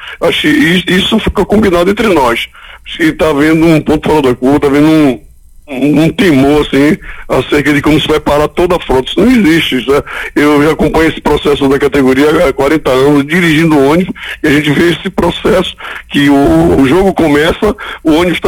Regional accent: Brazil; Somos brasileiros, somos nacionalistas

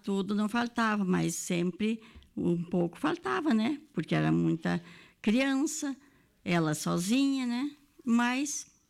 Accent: Formigueiro, Rio Grande do Sul, Brazil; born there; now in Soledade, Brazil; Sou nascida em Formigueiro e residente em Soledade agora.

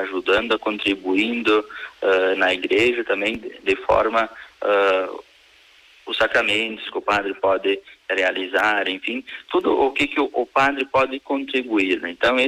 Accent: Marau, Rio Grande do Sul, Brazil; born there; ali na comunidade de Santo Agostinho, onde eu nasci aqui em Marau, né, foi ali que eu dei os meus primeiros passos na fé cristã

